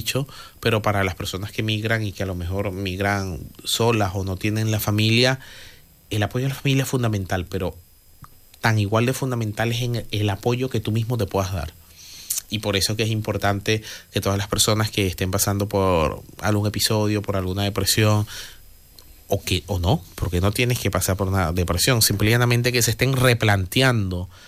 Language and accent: Spanish; Maracay, Aragua, Venezuela; Yo donde soy, de Maracay, que es una región del centro del país